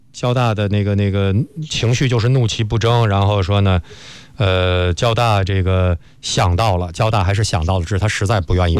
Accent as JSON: {"language": "Chinese", "country": "China", "said": "我们中国人讲叫哀莫大于心死啊。"}